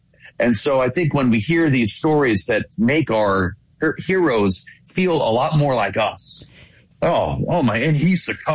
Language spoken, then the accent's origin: English; Virginia, United States; Well, like you mentioned, I grew up in Virginia, and Meriwether Lewis was this kind of understudy figure to Thomas Jefferson.